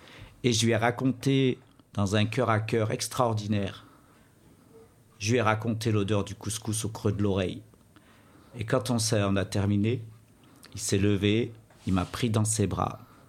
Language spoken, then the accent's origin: French; France; born there; Ben, je viens de France, je suis né en France, je suis algérien.